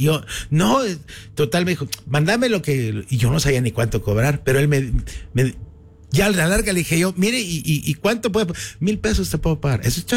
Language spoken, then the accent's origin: Spanish; Zacapa, Guatemala; Tal vez por ser de Zacapa, me ha gustado contar cuentos, chistes, historias.